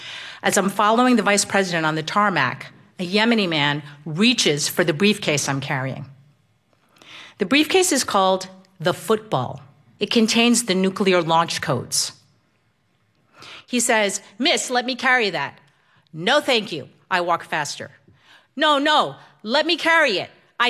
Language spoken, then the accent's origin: English; New Jersey, United States; I'm from New Jersey.